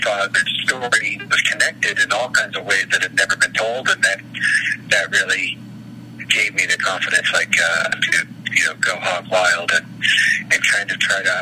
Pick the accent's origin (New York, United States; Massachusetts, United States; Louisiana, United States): Massachusetts, United States; Boston; like you said, I'm here from Boston